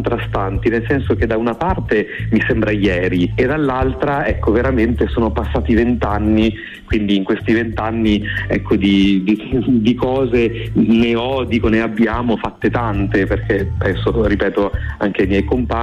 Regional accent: Parma, Emilia-Romagna, Italy; moved away as an adult; also born or lived in Turkey; now in Rome, Italy; io sono nato a Parma, quindi frequentavo la mia parrocchia di Parma, sono entrato nel seminario minore di Parma, sono passato poi a quello maggiore di Parma

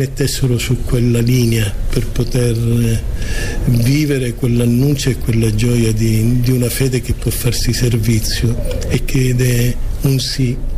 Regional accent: Messina, Sicily, Italy; born there; Io sono nato a Messina, da genitori pugliesi.

